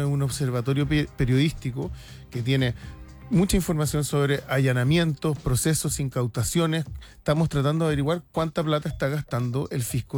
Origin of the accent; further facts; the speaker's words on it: Chile; estamos tomando mucho como chilenos